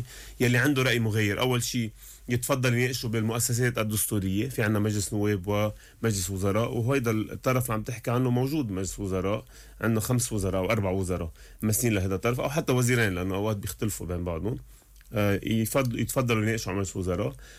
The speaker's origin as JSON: {"language": "Arabic", "country": "Lebanon", "said": "نحن ما يعنينا كلبنانيين وكدولة لبنانية على لسان رئيس جمهوري رئيس حكومة والأحزاب الممثلة بالحكومة،"}